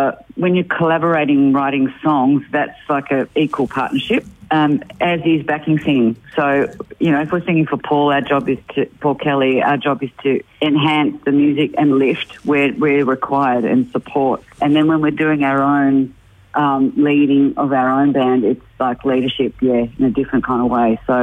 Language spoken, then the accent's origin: English; Doncaster, Yorkshire and the Humber, United Kingdom; she remembered what it was like when we were growing up in Doncaster, to be constantly asked where do you come from when we're fourth generation Doncaster girls, really.